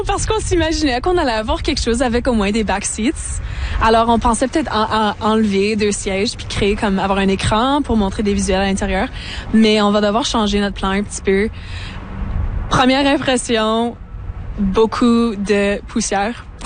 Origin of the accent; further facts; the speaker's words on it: Winnipeg, Manitoba, Canada; ma collaboratrice est Elizabeth Hildebrand, on vient de Winnipeg